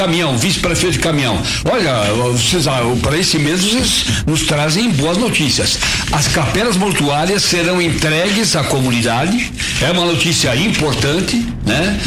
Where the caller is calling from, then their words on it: Nova Prata, Rio Grande do Sul, Brazil; a maior parte da vida é daqui